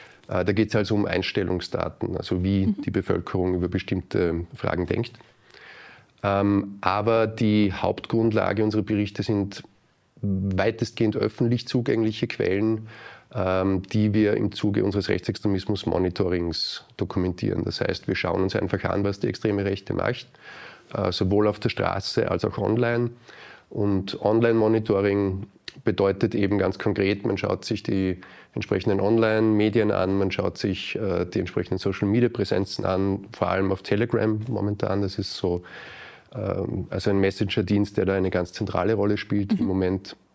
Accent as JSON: {"language": "German", "region": "Salzburg", "country": "Austria", "tie": "born or raised there", "said": "Ich bin im Lunga aufgewachsen, in einem Lehrerinnenhaushalt, wo Zeitgeschichte ein sehr präsentes Feld war"}